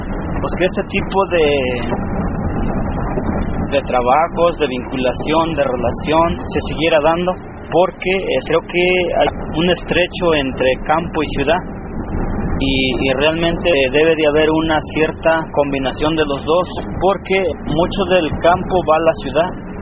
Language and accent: Spanish; Puebla, Mexico; soy del municipio de Iztacamazlán